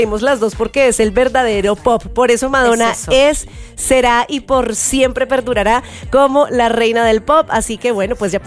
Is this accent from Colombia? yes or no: yes; Colombia; Y nos vamos para mi tierra, nos vamos para Colombia.